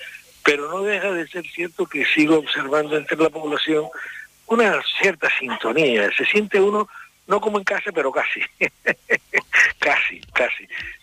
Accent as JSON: {"language": "Spanish", "region": "Canary Islands", "country": "Spain", "said": "colegas ahí de nuestra tierra canaria"}